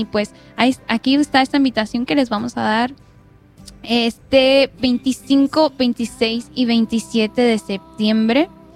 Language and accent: Spanish; Zacatecas, Mexico; moved away; Yo soy de Zacatecas.